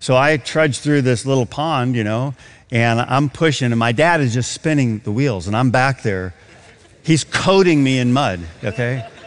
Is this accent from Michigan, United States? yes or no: yes; Michigan, United States; I grew up in Michigan, get out of snow.